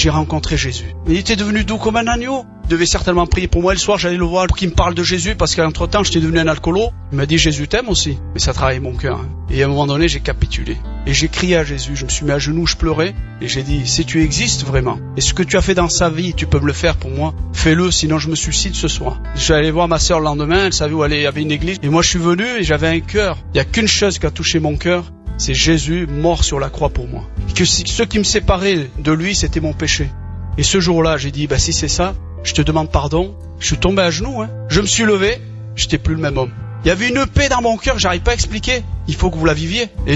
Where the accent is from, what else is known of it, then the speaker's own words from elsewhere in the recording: Algeria; Je suis algérien, on est issu d'une famille nombreuse, de 14 frères et sœurs. On nous a appris, à, par rapport à notre religion, à connaître Dieu.